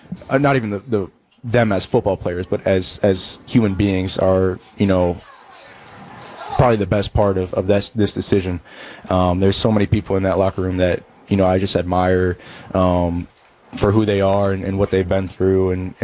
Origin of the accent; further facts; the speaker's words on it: Elmhurst, Illinois, United States; moved away as an adult; now in Ohio, United States; I grew up in Elmhurst, Illinois, like you mentioned, just outside of Chicago. It's closer to home.